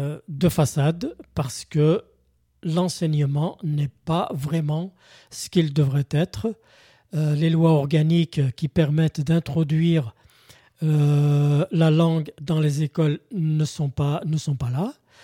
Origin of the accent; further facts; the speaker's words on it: Kabylie, Algeria; moved away; je suis né en Kabylie